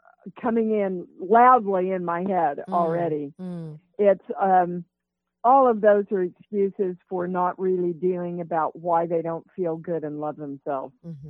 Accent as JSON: {"language": "English", "region": "Kansas", "country": "United States", "said": "I come from Kansas, and I was taught you never say how good you are."}